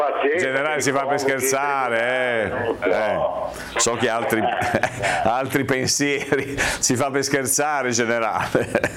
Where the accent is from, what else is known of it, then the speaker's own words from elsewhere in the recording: Albisola Superiore, Liguria, Italy; del mio paese, Albisola.